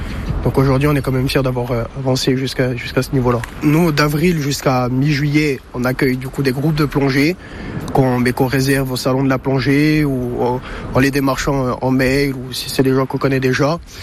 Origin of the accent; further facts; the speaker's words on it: Galéria, Corsica, France; Alors moi je suis originaire de Galéria du côté de ma mère, donc j'ai grandi au village depuis que je suis tout petit. Même si mon père à l'origine est originaire de Gouagne, j'ai passé toute ma vie ici, ma famille est d'ici. Et j'ai toutes mes attaches ici, travail, amis.